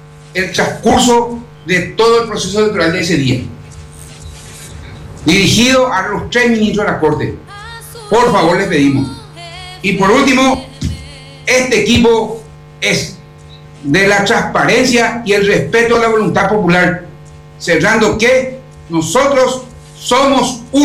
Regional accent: Luque, Central, Paraguay; Somos paraguayos, somos luqueños

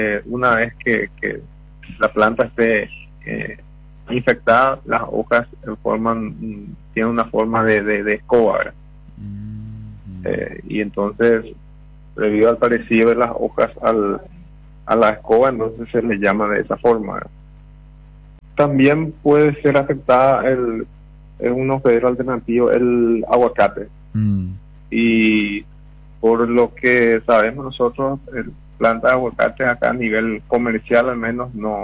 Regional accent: Paraguay

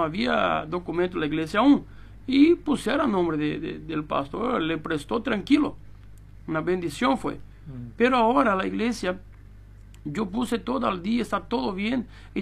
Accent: Brazil; Spanish is a second language; moved away as an adult; now in Paraguay; Yo soy brasileño y yo, ¿dónde me voy?

